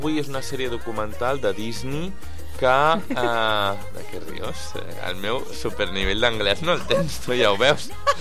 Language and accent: Catalan; El Prat de Llobregat, Catalonia, Spain; Els que som del Prat